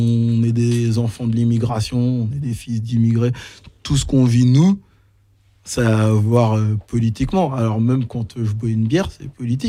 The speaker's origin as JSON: {"language": "French", "town": "Caen", "region": "Normandy", "country": "France", "said": "moi, je viens de Caen."}